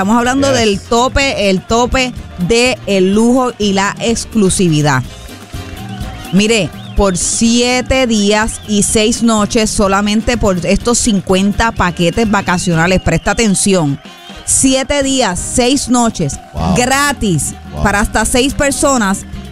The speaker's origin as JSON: {"language": "Spanish", "country": "Puerto Rico", "said": "tú sabes cómo somos los puertorriqueños, somos en Mayagüez y nosotros queremos lo máximo."}